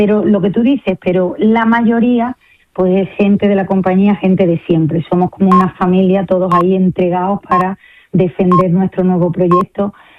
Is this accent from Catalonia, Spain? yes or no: no; Andalusia, Spain; los tres somos andaluces